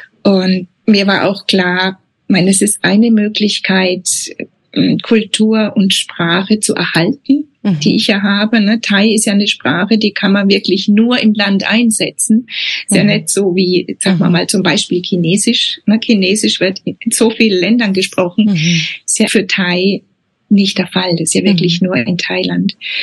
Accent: Bavaria, Germany; also ich bin aus dem Unterfränkischen

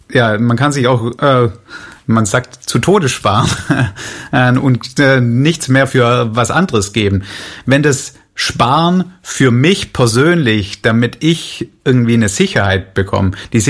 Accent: Swabia, Germany

